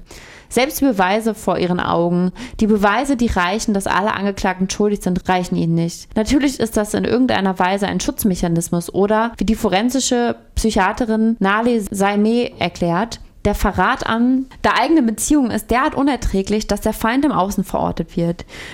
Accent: France; Denn Frankreich ist auch meine Heimat.

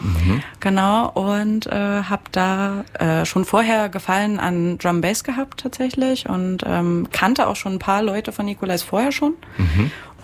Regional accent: Merseburg, Saxony-Anhalt, Germany; Ich komme ursprünglich aus Merseburg.

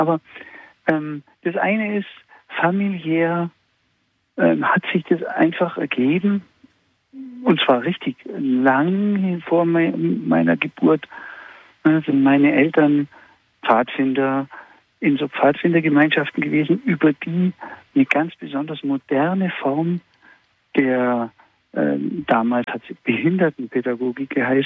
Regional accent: Augsburg, Bavaria, Germany; also born or lived in Hamburg

